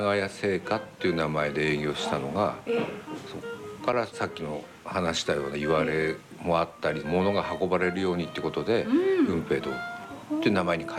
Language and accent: Japanese; Akita, Japan; moved away; 秋田なんですけど。